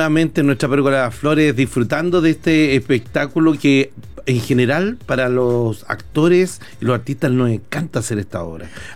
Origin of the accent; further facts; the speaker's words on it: Punta Arenas, Magallanes, Chile; accent: accent of Magallanes; moved away; Yo, por ejemplo, soy de Punta Arenas.